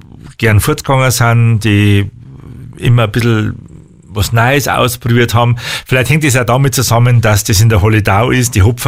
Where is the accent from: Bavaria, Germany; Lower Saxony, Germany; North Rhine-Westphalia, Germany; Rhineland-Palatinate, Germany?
Bavaria, Germany; Wolnzach; dass ich mit dem Betreiber, dem jetzigen Betreiber des örtlichen Kinos von meinem Heimatort in Wolnzach, das ist der Max Amper, mit dem in die Schule gegangen bin.